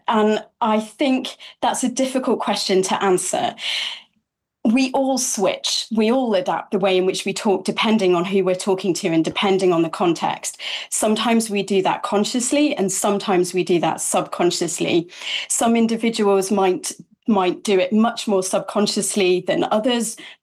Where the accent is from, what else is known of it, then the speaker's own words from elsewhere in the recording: East Midlands, United Kingdom; accent: northern-based; is not the accent that I first learned. I'm originally from the East Midlands, from the Midlands, with a northern-based accent.